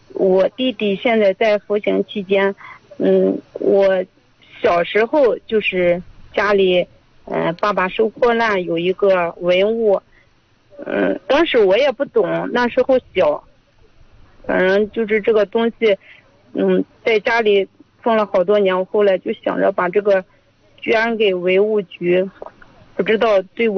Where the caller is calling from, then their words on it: Xia County, Shanxi, China; 我是下县的。